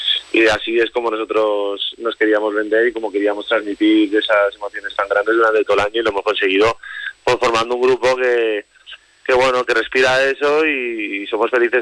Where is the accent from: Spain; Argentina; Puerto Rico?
Spain; Valencia, Valencian Community; somos de Valencia, de Mediterráneo, de la playa